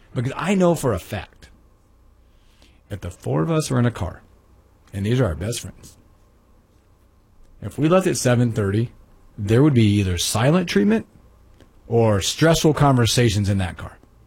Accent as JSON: {"language": "English", "town": "Charlotte", "region": "North Carolina", "country": "United States", "tie": "born or raised there", "said": "I grew up in a big city. We grew up in Charlotte."}